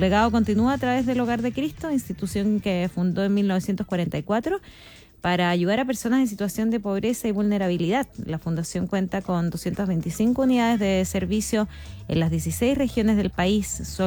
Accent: Chile; Nuestra idiosincrasia, nuestra forma de ser como chilenos.

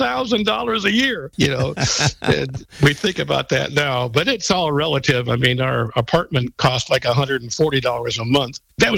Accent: Iowa, United States; Well, number one, it was back in my home state of Iowa.

